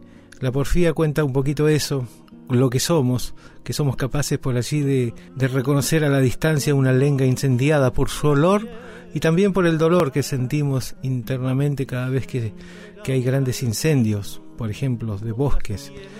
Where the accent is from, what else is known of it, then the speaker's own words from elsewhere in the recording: Esquel, Chubut, Argentina; born there; Soy nacido en Esquel, Chubut, donde actualmente vivo, Patagonia, Argentina.